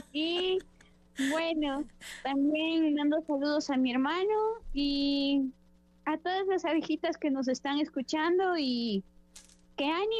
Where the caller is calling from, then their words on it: Otavalo, Imbabura, Ecuador; Les llamo desde Otavalo.